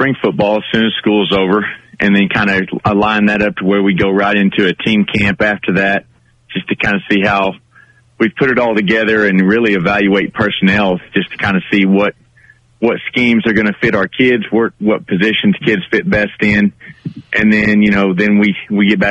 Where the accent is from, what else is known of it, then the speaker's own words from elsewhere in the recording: Pauls Valley, Oklahoma, United States; moved away as an adult; now in Turpin, United States; I'm originally from Paul's Valley, Oklahoma, so not originally a panhandle guy, but now that I've been here, my 14th season, I consider myself a panhandle person now